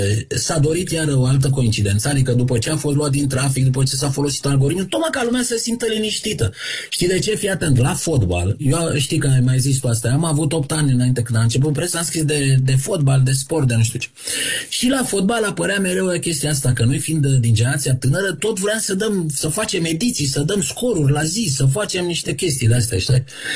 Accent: Romania

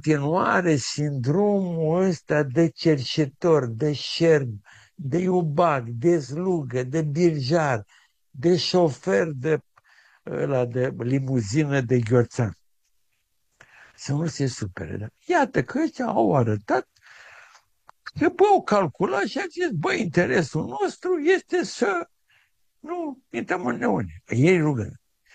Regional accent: Romania; mi-e și rușine că sunt român

